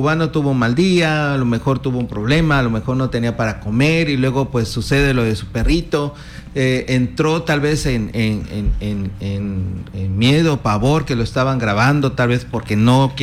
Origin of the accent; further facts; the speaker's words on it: Mexico; nosotros somos claro ejemplo mexicanos